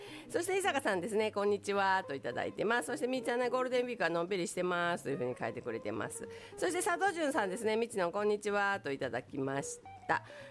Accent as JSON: {"language": "Japanese", "town": "Takatsuki", "region": "Osaka", "country": "Japan", "said": "ありがとうございます私高槻出身でしてね、弟が今でも高槻で、バーをやっておりましてね、阪急の駅前で"}